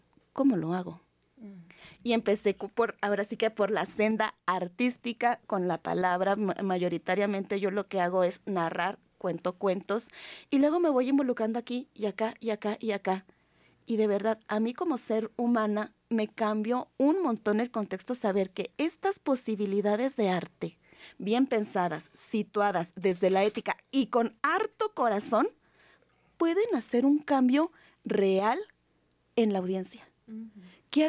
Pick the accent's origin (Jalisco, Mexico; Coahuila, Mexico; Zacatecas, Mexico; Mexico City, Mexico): Zacatecas, Mexico; Río Grande; now in Zacatecas, Mexico; Al vivir toda mi niñez en Río Grande